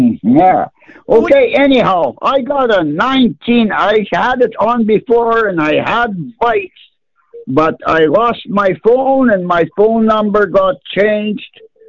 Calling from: Oakburn, Manitoba, Canada; Oakburn, Manitoba.

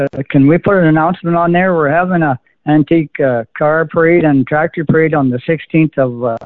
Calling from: Treherne, Manitoba, Canada; Treherne.

